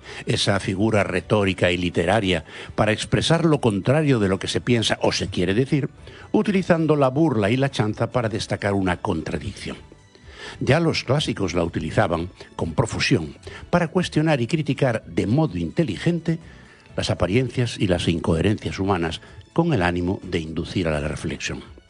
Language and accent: Spanish; Galicia, Spain; mi patria chica, Galicia. En el lugar donde hasta no a mucho se creía que el mundo se acababa y no había nada más allá, non plus ultra que decían los antiguos, los gallegos somos bastante duchos en el uso de la retranca en las conversas cotidianas